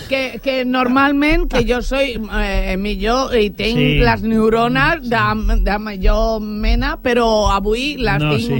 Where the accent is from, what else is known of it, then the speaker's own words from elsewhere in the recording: Madrid, Community of Madrid, Spain; moved away; jo com soc de Madrid